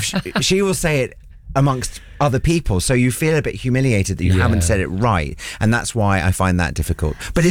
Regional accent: Scotland, United Kingdom; I'm from Scotland, so you can tell I'm a very strong accent.

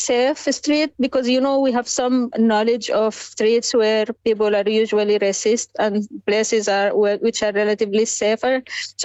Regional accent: Sudan; moved away; I am from Sudan myself

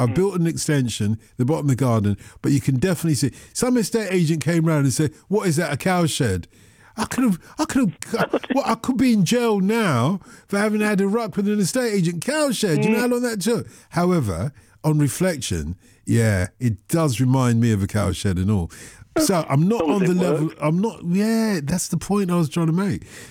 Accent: London, United Kingdom; born there; We walked all the way from Tottenham to that Lido. When we were like seven, eight years old.

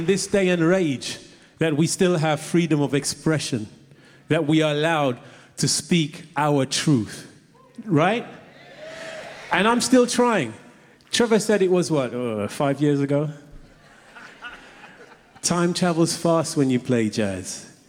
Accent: London, United Kingdom; I grew up in Ladbroke Grove. I grew up in the 60s, and at that time, people that looked like me were being picked on because of the color of their skin.

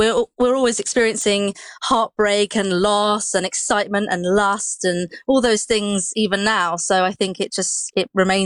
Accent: East of England, United Kingdom; I'm actually from Bedfordshire, so it's sort of my home venue in a way.

